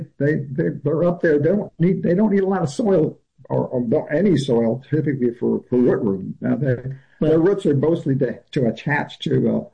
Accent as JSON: {"language": "English", "region": "Midwest", "country": "United States", "tie": "born or raised there", "also_born_or_lived": "Latin America", "moved": "yes", "lives_now": "San Diego, United States", "said": "I grew up in the Midwest where there wasn't any jungles other than what you could see in a conservatory maybe."}